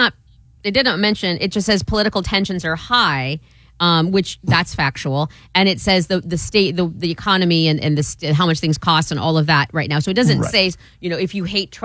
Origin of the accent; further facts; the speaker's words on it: United States; because I am an American and the United States of America.